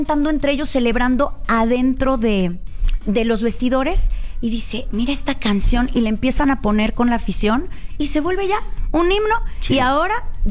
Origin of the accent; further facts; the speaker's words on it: Mexico; Y qué bonito, qué bonito como latinoamericanos y como mexicanos.